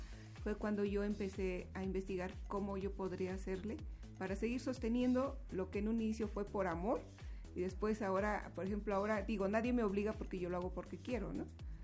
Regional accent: Guerrero, Mexico; moved away; also born or lived in Apizaco, Tlaxcala; Yo viví aquí 10 años, por cuestiones de la vida yo tuve que regresarme a Majac de Guerrero, que es el lugar, mi pueblo ahí, y yo soy originaria de ahí.

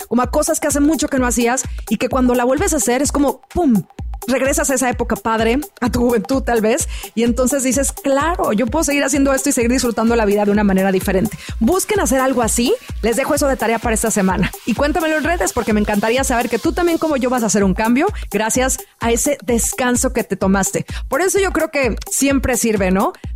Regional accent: Mazatlán, Sinaloa, Mexico; recordar así mi tierrita Santa Mazatlán. Porque acuérdense que yo soy también de tierra de, así de mar bonito

